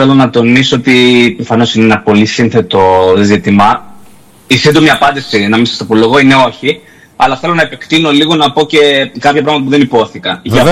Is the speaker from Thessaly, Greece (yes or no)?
yes; Larissa, Thessaly, Greece; Εν συντομία ξανά, εγώ εντάξει, μεγάλωσα, γεννήθηκα στη Λάρισα